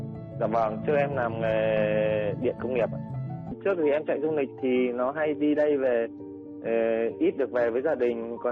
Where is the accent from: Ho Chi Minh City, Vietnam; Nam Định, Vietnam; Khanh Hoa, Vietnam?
Nam Định, Vietnam; now in Hanoi, Vietnam; Em thì quê gốc ở Nam Định. Còn hiện tại thì em đang lái xe cho công ty ở trên Hà Nội.